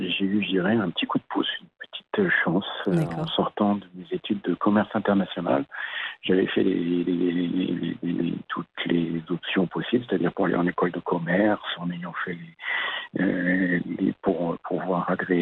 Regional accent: France; born there; moved away as an adult; also born or lived in Germany; je suis né en France

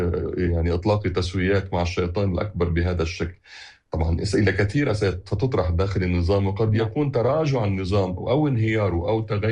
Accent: Lebanon; كما حصل عندنا في لبنان

